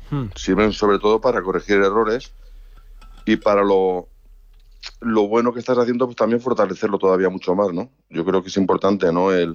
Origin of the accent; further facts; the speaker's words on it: Valencian Community, Spain; yo soy valenciano, sabéis que yo siempre he estado, y bueno, pues nací en el Levante, se puede decir.